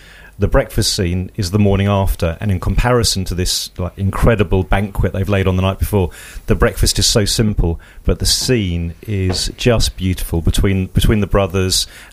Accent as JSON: {"language": "English", "country": "United Kingdom", "tie": "born or raised there", "said": "as somebody growing up in Britain with my like bowl of Kellogg's cornflakes"}